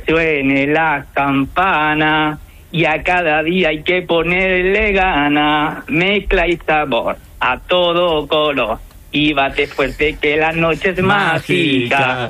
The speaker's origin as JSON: {"language": "Spanish", "town": "Córdoba", "region": "Andalusia", "country": "Spain", "said": "Pues de Córdoba capital."}